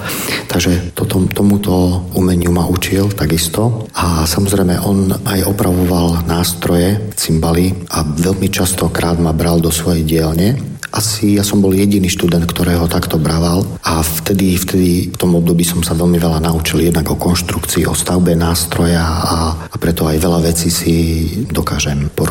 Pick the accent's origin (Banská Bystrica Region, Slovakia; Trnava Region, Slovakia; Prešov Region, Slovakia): Banská Bystrica Region, Slovakia; Lučenec; moved away as an adult; Aj keď teda pochádzam z Lučenca, kde maďarčinu môžete počuť, alebo ste mohli počuť bežne hocikde, tak ja som po maďarsky nevedel ani slovo zaťať.